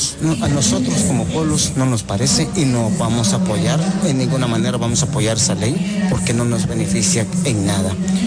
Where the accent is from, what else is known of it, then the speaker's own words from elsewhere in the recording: Santa Cruz Verapaz, Alta Verapaz, Guatemala; soy del territorio Pocomchí, Maya Pocomchí